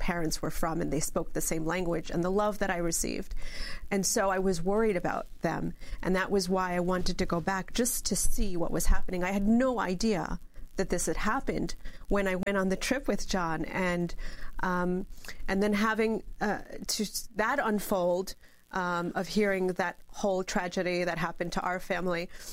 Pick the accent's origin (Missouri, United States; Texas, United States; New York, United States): New York, United States; New York City; And, as a New Yorker, the shock and the horror and all